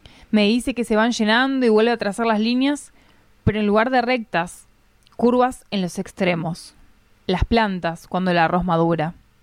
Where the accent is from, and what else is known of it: Argentina; born or raised there